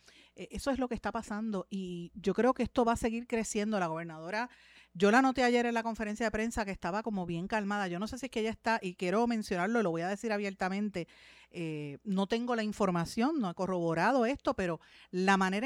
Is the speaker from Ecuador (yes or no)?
no; Guaynabo, Puerto Rico; Nosotros vivimos en Guaynabo y realmente yo soy de Guaynabo, en esta zona todavía no se ha implementado